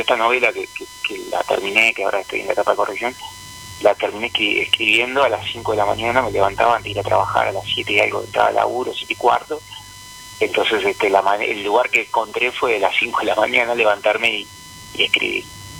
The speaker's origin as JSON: {"language": "Spanish", "region": "Montevideo", "country": "Uruguay", "tie": "born there", "moved": "yes", "lives_now": "Rocha, Uruguay", "said": "yo nací en Montevideo, bueno, mi abuela y mis bisabuelos son nacidos acá en Rocha."}